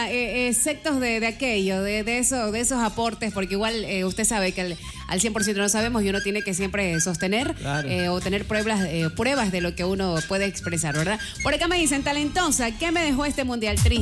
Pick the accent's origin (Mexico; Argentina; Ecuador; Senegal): Ecuador